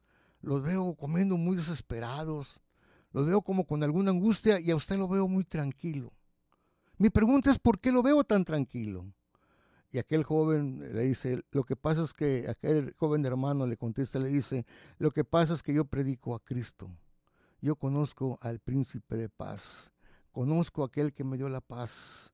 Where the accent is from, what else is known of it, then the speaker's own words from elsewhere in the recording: Ciudad Victoria, Tamaulipas, Mexico; born there; now in Monterrey, Mexico; Hace un par de años fui a Ciudad Victoria. Ahí nací en Ciudad Victoria.